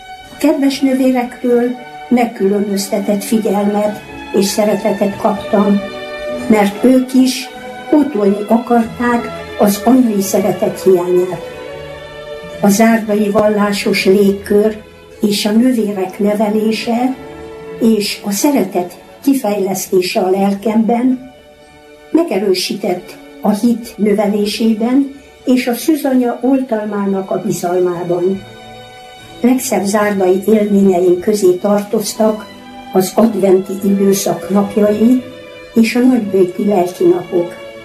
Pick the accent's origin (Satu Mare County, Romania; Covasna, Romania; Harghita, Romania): Harghita, Romania; Praid; now in Odorheiu Secuiesc, Romania; Születtem 1933. január 1-én. Szüleimnek 5. gyermekük láttam napvilágot Parajdon, Hargita megyében.